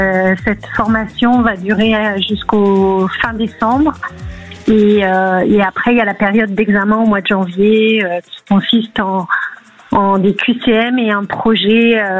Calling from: Île-de-France, France; Alors, moi, je suis proche de Paris, en région parisienne.

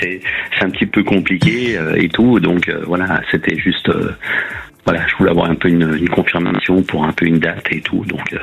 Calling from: Gruissan, Occitanie, France; De Gruissant.

